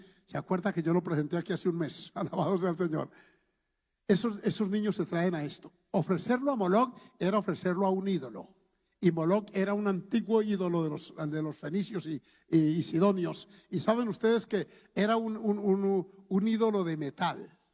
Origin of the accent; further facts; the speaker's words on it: Antioquia, Colombia; yo soy de origen paisa y en Antioquia se usa mucho el mi Diosito bendito.